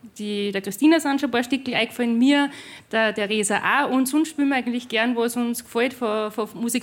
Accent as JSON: {"language": "German", "town": "Eisenerz", "region": "Styria", "country": "Austria", "moved": "yes", "lives_now": "Salzburg, Austria", "said": "irgendwann bin ich dann vor der Steiermark von Eisenerz nach Salzburg gezogen"}